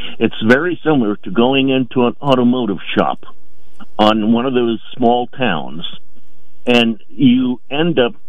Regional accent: New Jersey, United States; I was raised in New Jersey, so yeah.

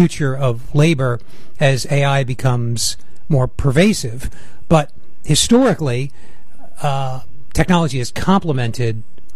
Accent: Rhode Island, United States; I grew up in Rhode Island, and the jewelry industry at one time there was a behemoth

